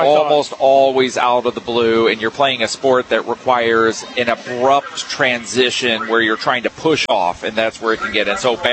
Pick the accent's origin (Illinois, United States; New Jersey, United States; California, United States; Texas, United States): Illinois, United States; Springfield; No, I'm from Springfield.